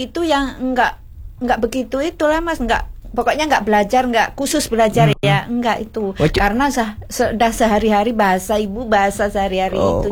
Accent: Surakarta, Central Java, Indonesia; accent: Solo Javanese; first language Javanese; Indonesian is a second language; Iya, lebih ke Solonya.

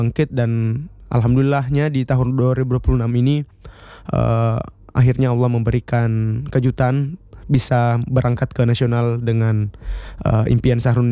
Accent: North Kolaka, Southeast Sulawesi, Indonesia; Saya dari Kolaka Utara.

